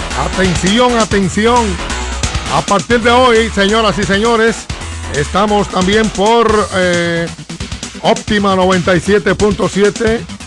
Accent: Nagua, María Trinidad Sánchez, Dominican Republic; mi gente de allá de Nagua, la gente de toda la costa norte, Cabrera, Río San Juan, todas las comunidades rurales de mi pueblo de Nagua

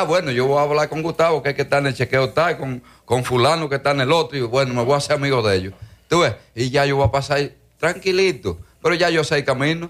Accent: Dominican Republic; soy dominicano

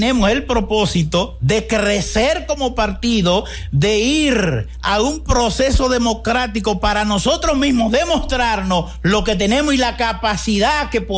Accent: Dominican Republic; Esas son nuestras necesidades como población dominicana.

